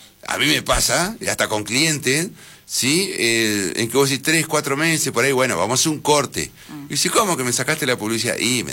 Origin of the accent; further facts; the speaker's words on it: El Cóndor, Río Negro, Argentina; somos un vecinos del Cóndor